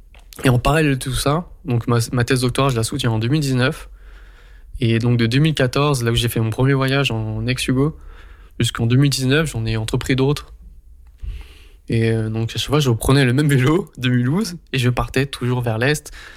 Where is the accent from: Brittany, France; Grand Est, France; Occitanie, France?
Grand Est, France; Mulhouse; j'ai vu des formes d'humanité que j'avais pas ressenties chez moi à Mulhouse, dans mon cercle familial